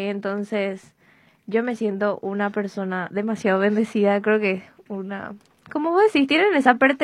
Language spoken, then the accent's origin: Spanish; Lambaré, Central, Paraguay; yo soy lambareña